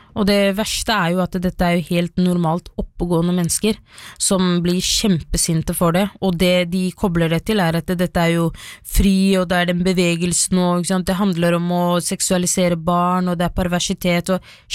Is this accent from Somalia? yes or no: yes; Somalia; now in Norway; folk vet at jeg er somalier.